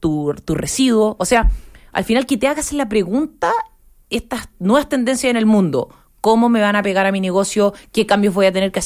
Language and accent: Spanish; Maule, Chile; yo soy del Maule